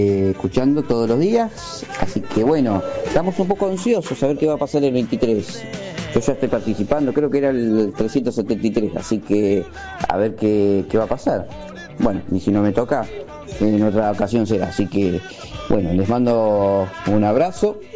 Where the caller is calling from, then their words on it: Tablada, Buenos Aires Province, Argentina; de Tablada.